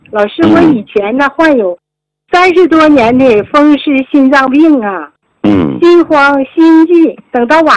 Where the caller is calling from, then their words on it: Suihua, Heilongjiang, China; 我是来自黑龙江绥化，